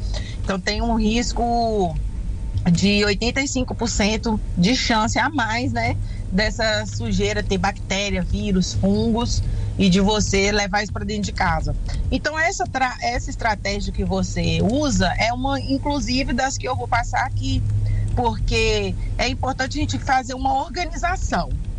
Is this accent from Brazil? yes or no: yes; Minas Gerais, Brazil; Eu sou mineira do interior